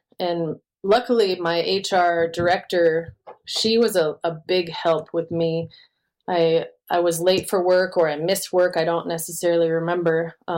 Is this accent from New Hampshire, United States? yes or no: no; Nome, Alaska, United States; born there; moved away as an adult; also born or lived in Anchorage, Alaska / Fairbanks, Alaska; now in Colorado Springs, United States; 3 days after we were born, we flew back to Nome, and that's where I grew up until I was about 12 or 13.